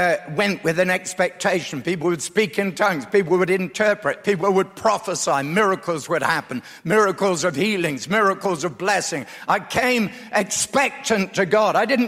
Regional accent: England, United Kingdom; I'm English. I was a good Anglican.

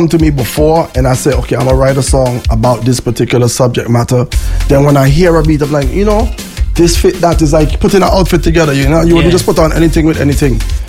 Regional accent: St. Vincent & Grenadines; accent: Vinci; me with my Vinci accent

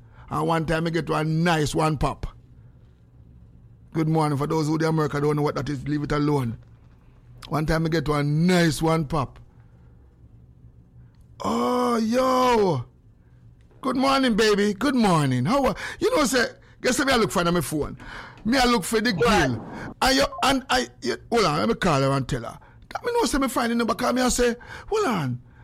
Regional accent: Spanish Town, Saint Catherine, Jamaica; Me apologize. I am from Spanish Town.

